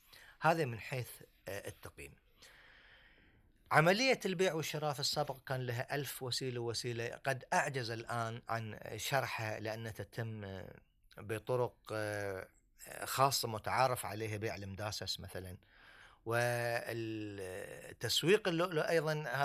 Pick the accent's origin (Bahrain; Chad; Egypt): Bahrain; انكسر سوق اللولو عندنا في البحرين،